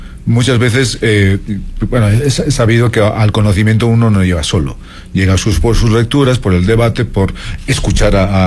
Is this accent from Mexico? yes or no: no; Spain; como ciudadano español o del mundo